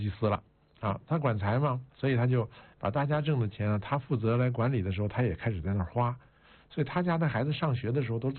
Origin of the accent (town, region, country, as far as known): China